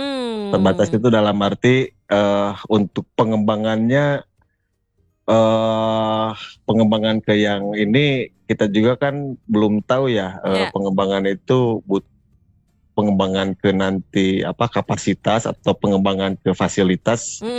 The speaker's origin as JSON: {"language": "Indonesian", "town": "Bandung", "region": "West Java", "country": "Indonesia", "said": "Saya sebagai warga Bandung ya menyambut dengan senang hati."}